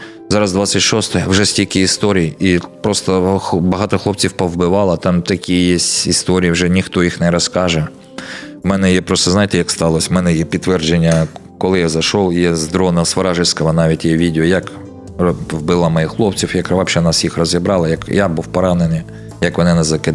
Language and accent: Ukrainian; Odesa, Odesa Oblast, Ukraine; Я одесит.